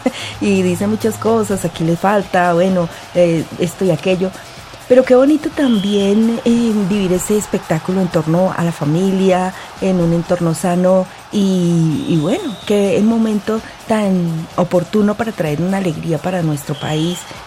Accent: Colombia; esto también nos une como país, nos une como colombianos, como compatriotas

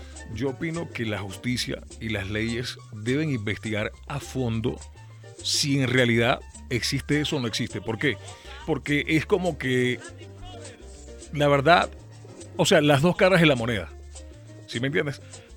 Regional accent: Caracas, Capital District, Venezuela; moved away as an adult; now in Bogotá, Colombia; Soy de Caracas, la capital.

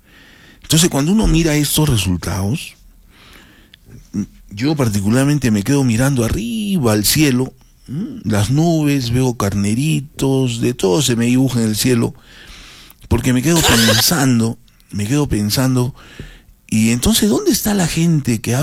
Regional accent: Arequipa, Peru; Yo estoy hablando como ciudadano, como un arequipeño más en este momento

